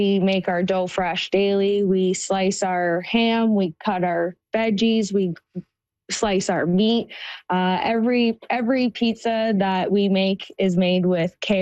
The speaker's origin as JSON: {"language": "English", "town": "Guelph", "region": "Ontario", "country": "Canada", "tie": "born or raised there", "moved": "as an adult", "lives_now": "Blind River, Canada", "said": "So born and raised in Guelph"}